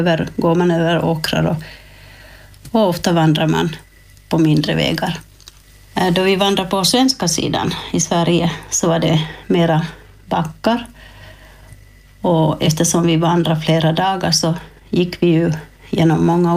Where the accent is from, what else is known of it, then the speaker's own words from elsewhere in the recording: Kokkola, Ostrobothnia, Finland; och den österbottniska delen av leden börjar faktiskt här i Karleby, som är min hemort.